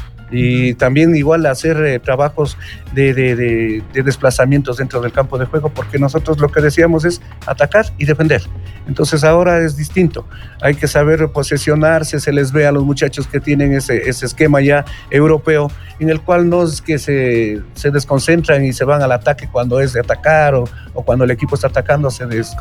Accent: Ecuador

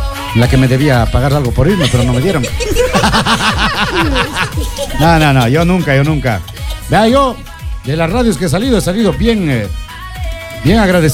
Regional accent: Ecuador

